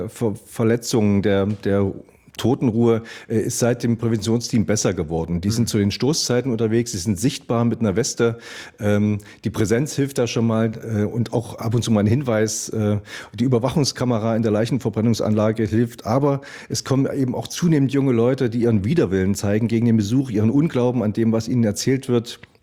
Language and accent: German; Weimar, Thuringia, Germany; ich bin ja in der DDR dort noch aufgewachsen, auch in der Nähe von Buchenwald in Weimar